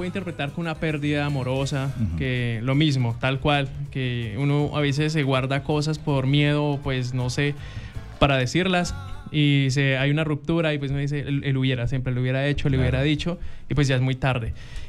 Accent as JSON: {"language": "Spanish", "town": "Solita", "region": "Caquetá", "country": "Colombia", "tie": "born or raised there", "also_born_or_lived": "Neiva", "moved": "yes", "lives_now": "Ibagué, Colombia", "said": "Soy del sur del Caquetá, del sur, de un pueblito que se llama Solita Caquetá. Queda a la margen del río Caquetá. Pues allá pues tuve toda mi infancia"}